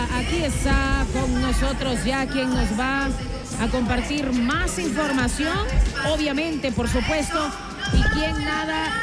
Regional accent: El Salvador; Es que nos tenemos que unir, ¿verdad, chicos? Como salvadoreños, abrazarnos juntos

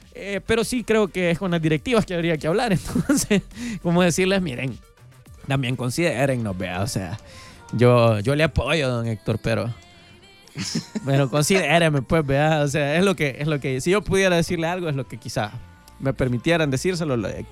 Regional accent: San Miguel, El Salvador; eso lo digo yo como migueleño, o sea, yo aquí no me voy a poner de imparcial, yo soy de la Isla, soy de San Miguel, yo quiero que gane la Isla este sábado.

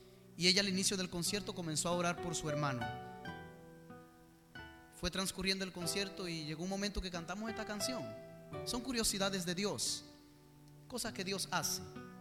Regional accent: Dominican Republic; Oiga, amigo, ¿y usted de dónde viene? Yo le digo, vengo de República Dominicana.

